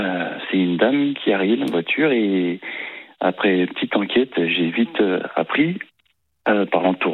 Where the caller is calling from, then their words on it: Cavalaire-sur-Mer, Provence-Alpes-Côte d'Azur, France; Moi, j'habite à Cavalaire-sur-Mer